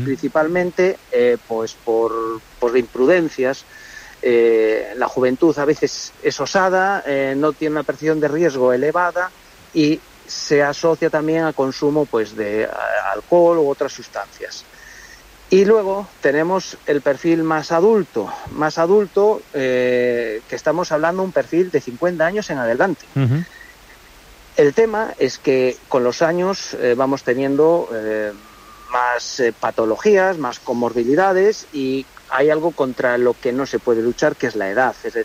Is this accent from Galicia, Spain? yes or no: yes; Galicia, Spain; mira, yo soy de Galicia, estamos teniendo temperaturas en Galicia que son, una barbaridad en comparación con la fecha y con otros años.